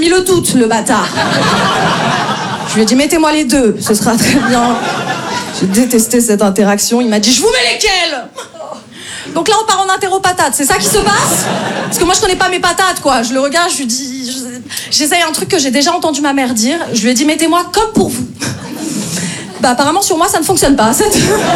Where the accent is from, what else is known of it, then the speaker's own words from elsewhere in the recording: Paris, Île-de-France, France; Je me présente … moi je viens de Paris. J'essaye de jouer un peu dans plein de villes en France.